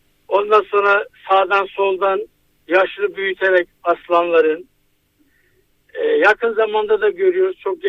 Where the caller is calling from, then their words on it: Ankara, Turkey; ben Ankara'dan arıyorum.